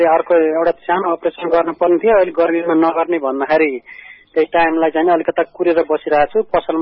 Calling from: Syangja, Gandaki Province, Nepal

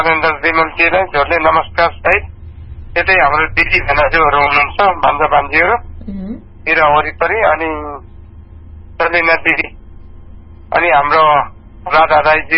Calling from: Shuklagandaki, Gandaki Province, Nepal

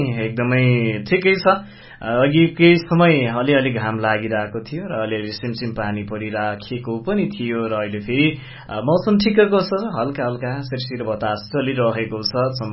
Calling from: Kavrepalanchok, Bagmati, Nepal; हजुर काभ्रेबाट

